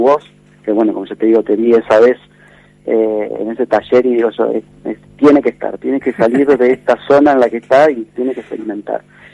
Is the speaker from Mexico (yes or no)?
no; Argentina; como en Argentina tenemos la región de Cuyo, la región del norte, ajá, la región del litoral.